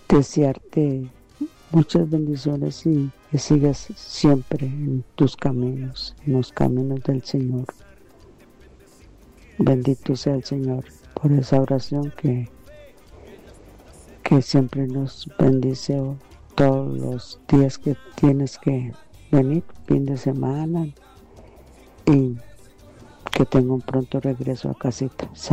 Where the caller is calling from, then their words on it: Tres Ríos, Cartago, Costa Rica; aquí de Tres Ríos.